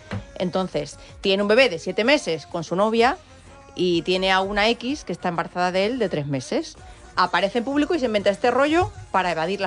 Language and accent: Spanish; Andalusia, Spain; Quiero decir, como andaluza no creo que tenga más criterio.